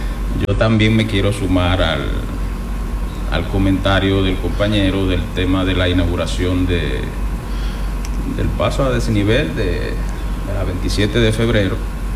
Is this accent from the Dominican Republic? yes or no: yes; Los Alcarrizos, Santo Domingo, Dominican Republic; now in Spain; aunque vivo en España, pero yo soy de los Alcarrizos.